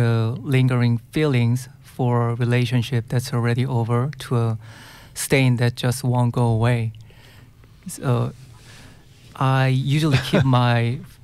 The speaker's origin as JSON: {"language": "English", "country": "South Korea", "first_language": "Korean", "second_language": "English", "moved": "as an adult", "said": "My English is not fluent as my Korean."}